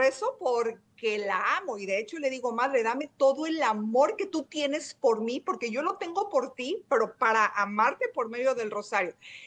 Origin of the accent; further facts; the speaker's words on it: León, Guanajuato, Mexico; also born or lived in Puebla; yo soy de León, Guanajuato, yo me fui a vivir a estudiar a la Universidad a Puebla, regreso porque la verdad es que yo extrañaba muchísimo a mi mamá.